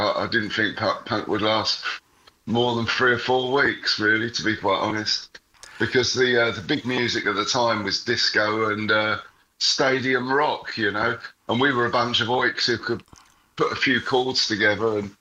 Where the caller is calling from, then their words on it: Algarve, Portugal; I'm in the Algarve at the moment, but a couple of days ago I was in Scotland where it was pissing with rain